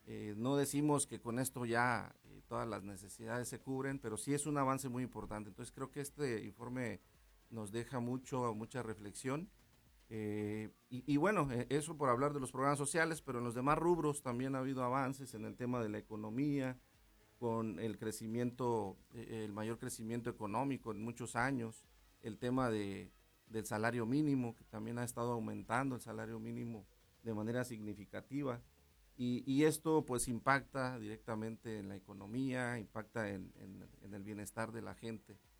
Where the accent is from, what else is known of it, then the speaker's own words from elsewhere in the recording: Mexico; para nosotros como mexicanos